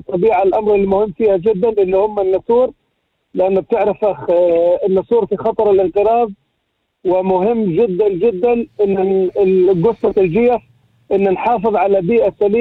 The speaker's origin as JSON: {"language": "Arabic", "region": "South Lebanon", "country": "Lebanon", "said": "الأمر هذا موجود عندنا في الجنوب، والأمر هذا جدا مهم."}